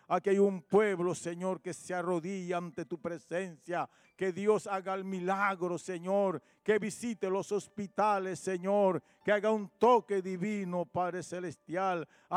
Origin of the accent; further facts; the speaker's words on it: Panama; Panamá es de Cristo, Padre, la sangre de Jesucristo está en nuestro país